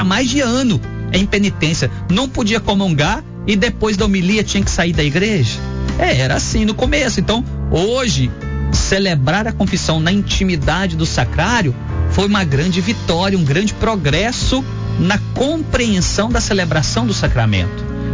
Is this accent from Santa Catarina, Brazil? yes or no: no; Rio Pomba, Minas Gerais, Brazil; moved away; Lá faz parte da nossa infância, nós crescemos lá em Rio Pomba